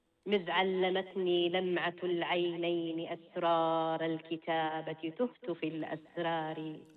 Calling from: Riyadh, Riyadh Province, Saudi Arabia

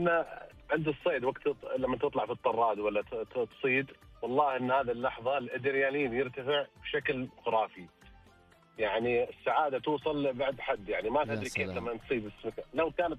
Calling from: Eastern Province, Saudi Arabia; أنا من الشرقية وجيت والله الرياض

